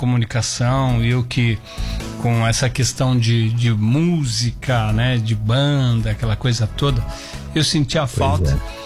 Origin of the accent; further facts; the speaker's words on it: Curitiba, Paraná, Brazil; born there; now in São Paulo, Brazil; Eu sou curitibano de nascimento, né? Então, já moro aqui, convivo aqui em São Paulo desde 93.